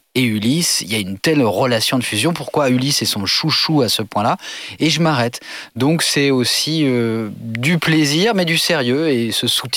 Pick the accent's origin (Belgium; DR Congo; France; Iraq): France; Le Havre, Normandy; quand on est du Havre, l'autre côté de l'eau, c'est plutôt l'autre côté de l'estuaire de la Seine, mais là où j'ai grandi, dans un petit village à côté du Havre, sur les falaises